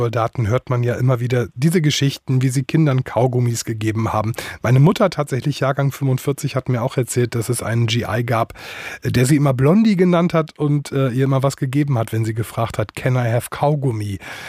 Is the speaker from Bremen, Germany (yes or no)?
yes; Bremerhaven, Bremen, Germany; Ich bin in Bremerhaven aufgewachsen und deshalb eigentlich ein AFN-Kind. In Bremerhaven waren die Amerikaner stationiert.